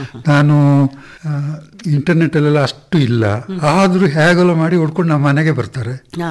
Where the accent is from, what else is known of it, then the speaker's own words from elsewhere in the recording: Murnad, Karnataka, India; Murnad, ಐಕೋಳ.